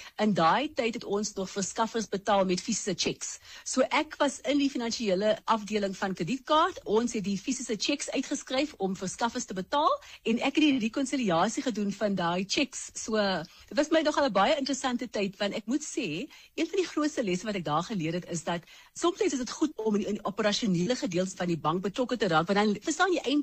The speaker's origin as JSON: {"language": "Afrikaans", "town": "Johannesburg", "region": "Gauteng", "country": "South Africa", "tie": "born or raised there", "said": "my ma kom van Mosselbaai en my pa van Oudtshoorn. So ek sien dit as my wortels. Maar ek het egter groot geword in Klipspruit Wes, 'n buurt in Eldorado Park in Johannesburg."}